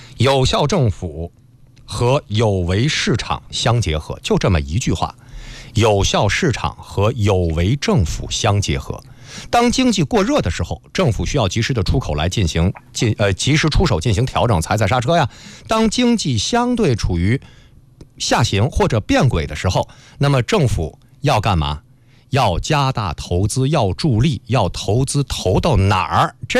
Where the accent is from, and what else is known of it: China